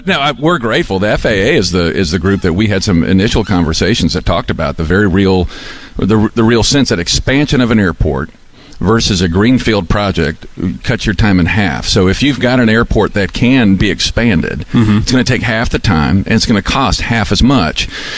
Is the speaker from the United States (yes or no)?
yes; Mississippi, United States; Like, I grew up on the Gulf Coast, and I remember flying out of that airport where they had two gates, and it was a sleepy, tiny little airport.